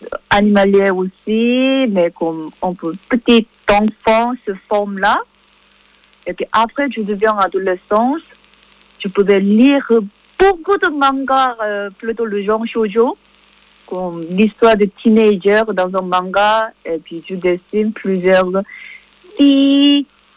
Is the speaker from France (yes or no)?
no; South Korea; French is a second language; moved away; quand j'étais petit en Corée